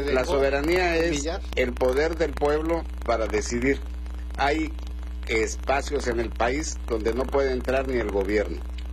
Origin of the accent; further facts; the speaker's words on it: Mexico; Yo como ciudadano mexicano